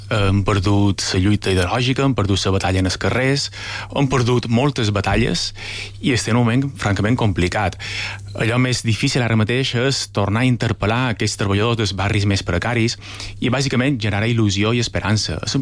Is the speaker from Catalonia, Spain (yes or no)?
no; Balearic Islands, Spain; Com a mallorquí